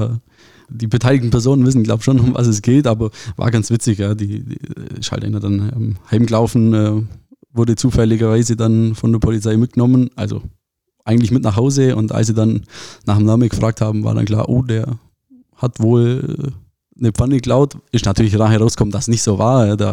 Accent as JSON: {"language": "German", "town": "Memmingen", "region": "Bavaria", "country": "Germany", "tie": "born or raised there", "moved": "yes", "lives_now": "Baden-Württemberg, Germany", "said": "Ja, ich bin gebürtig aus Bayern, also Memmingen geboren. Von dem her, ich bezeichne mich immer so ein bisschen als Exil-Württemberger. Ja. Wohne auch direkt an der Grenze. Also ich sehe den Grenzstein nach Bayern rüber."}